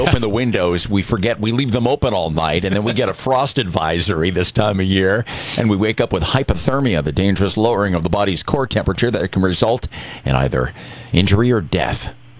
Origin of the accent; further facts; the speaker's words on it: Aroostook County, Maine, United States; growing up in Aroostook County